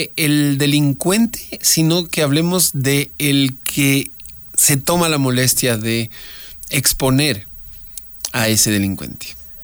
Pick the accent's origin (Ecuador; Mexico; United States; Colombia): Ecuador; ¿Las estamos usando como Estado ecuatoriano